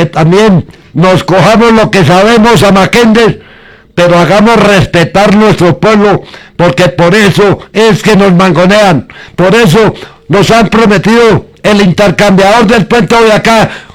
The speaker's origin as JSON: {"language": "Spanish", "town": "Samacá", "region": "Boyacá", "country": "Colombia", "said": "o es que en Zamacá no somos del departamento de Boyacá"}